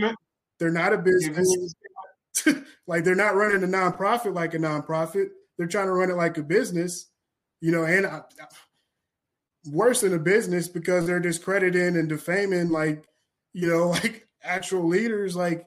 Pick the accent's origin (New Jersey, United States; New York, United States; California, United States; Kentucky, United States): Kentucky, United States; I'm from Kentucky. I organize.